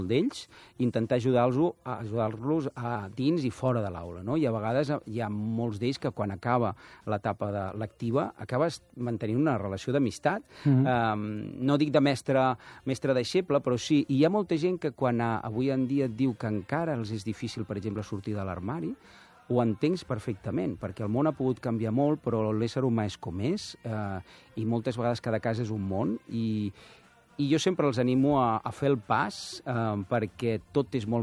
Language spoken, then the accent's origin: Catalan; Barcelona, Catalonia, Spain; jo sempre dic que sóc del Poblenou abans que fos guai, que la gent descobrís que era guai